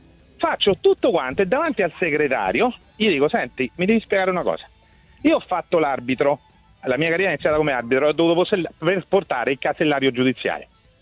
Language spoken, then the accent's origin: Italian; Terni, Umbria, Italy